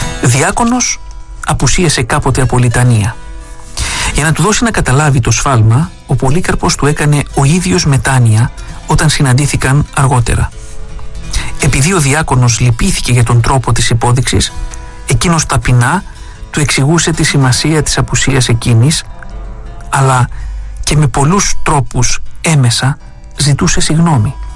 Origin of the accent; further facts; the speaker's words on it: Corfu, Ionian Islands, Greece; εγώ σαν Κερκυραίος δεν τα ήξερα